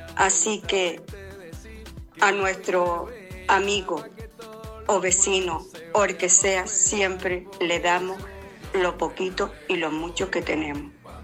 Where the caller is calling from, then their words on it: Canary Islands, Spain; Yo me considero canaria